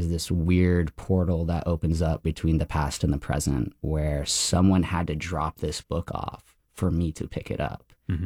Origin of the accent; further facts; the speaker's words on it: St. Petersburg, Florida, United States; Honestly, like growing up in St. Pete, there's never been a good comic book store or like indie zine shop.